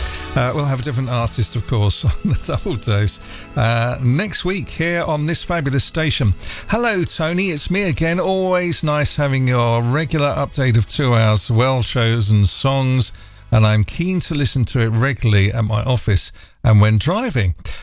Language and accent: English; Macau; from Macau in China.